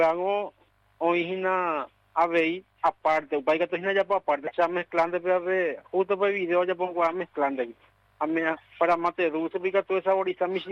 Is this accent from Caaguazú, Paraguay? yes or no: yes; Coronel Oviedo, Caaguazú, Paraguay